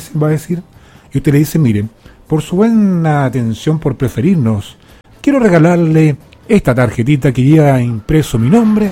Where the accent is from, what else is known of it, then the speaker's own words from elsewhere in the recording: Chile; así somos los chilenos.